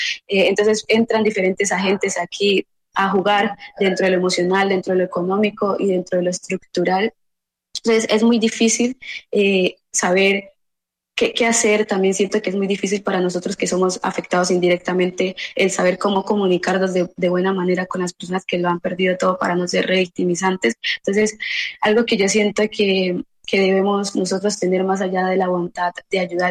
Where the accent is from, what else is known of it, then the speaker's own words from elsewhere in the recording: Colombia; porque siento que como humanos, como colombianos, no teníamos las herramientas suficientes para prepararnos para una situación como esta